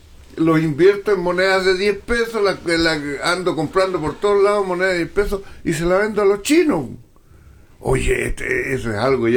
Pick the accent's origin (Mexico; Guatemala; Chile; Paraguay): Chile; La subida del dólar a nosotros como chilenos nos hace bastante bien.